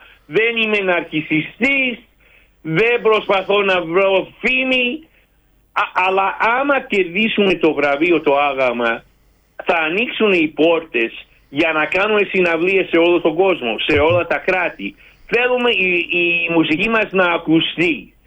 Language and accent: Greek; Greece; first language Greek; moved away; είμαι Έλληνας, που η πρώτη μουσική που άκουσα όταν ήμουνα 3 ημερών ήταν η Βυζαντινή μουσική, ο πατέρας μου ιερέας Ορθόδοξος